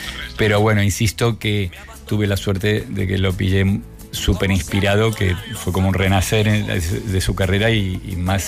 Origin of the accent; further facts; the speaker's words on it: Region of Murcia, Spain; y yo decía, pero si soy de Murcia.